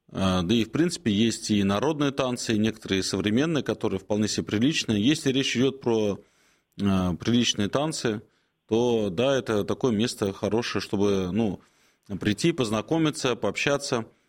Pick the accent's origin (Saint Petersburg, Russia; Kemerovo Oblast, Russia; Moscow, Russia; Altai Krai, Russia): Moscow, Russia; Мы вообще москвичи, всех любим, россиян.